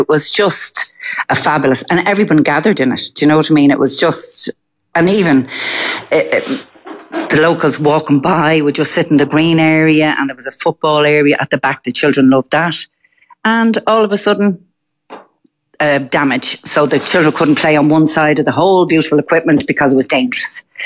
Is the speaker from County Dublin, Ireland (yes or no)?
yes; Dublin, County Dublin, Ireland; And I'm from Dublin 8, and we always saw them in the parks, you know, so...